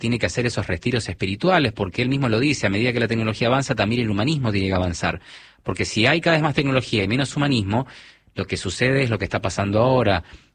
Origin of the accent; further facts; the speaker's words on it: Argentina; accent: Argentine; porque tengo algo de acento, ¿no? Pero no es muy marcado. Entonces, claro, el auto de Tesla le habla como habla un argentino típico: ah, sí, mirá, vos, viste